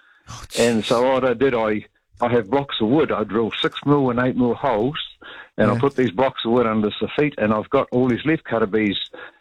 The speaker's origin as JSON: {"language": "English", "town": "Timaru", "region": "Canterbury", "country": "New Zealand", "said": "I'm here from Timaru, and I'm a keen gardener."}